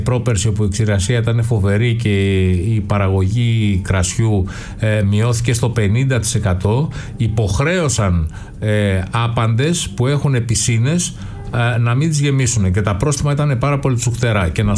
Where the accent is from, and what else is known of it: Greece